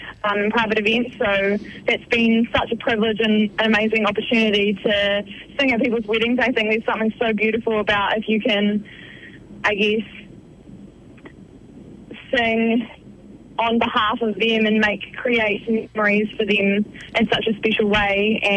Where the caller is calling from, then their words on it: Invercargill, Southland, New Zealand; So down in south. Invercargill.